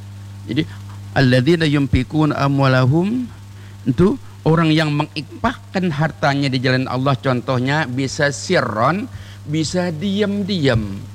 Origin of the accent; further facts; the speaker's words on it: Bangka Belitung Islands, Indonesia; kami juga orang Bangka, masih jauh, tapi kita senang melihat